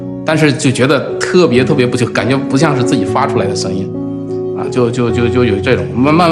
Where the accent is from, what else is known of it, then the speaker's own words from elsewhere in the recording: Henan, China; accent: Henan dialect; 我说河南话他们又听不懂